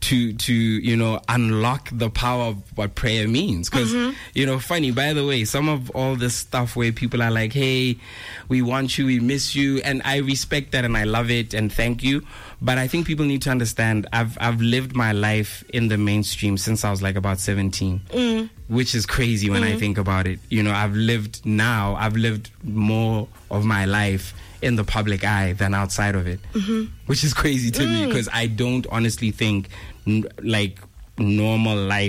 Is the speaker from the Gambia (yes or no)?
no; Botswana; it means the world to me to know that I come from this place.